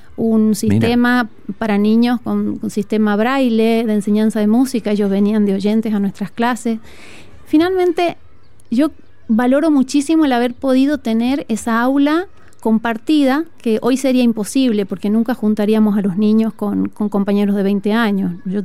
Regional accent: San Miguel de Tucumán, Tucumán, Argentina; now in Chile; yo soy del norte de Argentina.

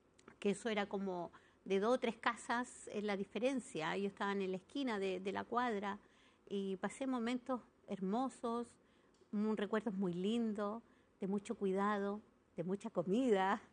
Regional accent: Parral, Maule, Chile; also born or lived in Bajos de Mena, Chile; Bueno, mi lugar de origen es Parral, pero nací, me crié en Parral, me malcrié en Bajos de Mena y me transformé en Bajos de Mena.

